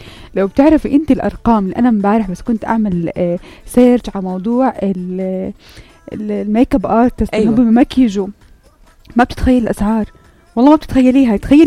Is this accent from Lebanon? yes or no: no; Jordan; في واحد بمكياج مشهور عندنا في الاردن ما عنده حجوزات